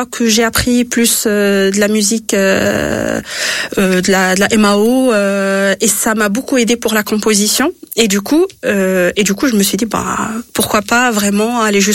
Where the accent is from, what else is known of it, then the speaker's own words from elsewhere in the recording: Morocco; je suis marocaine, je suis française, j'ai fait j'ai travaillé à Londres, j'ai travaillé partout, on peut dire dans le monde